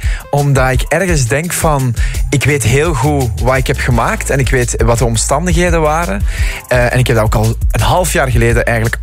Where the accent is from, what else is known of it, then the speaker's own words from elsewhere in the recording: Aalst, Flanders, Belgium; mijn leven in Aalst, waar ik ben opgegroeid.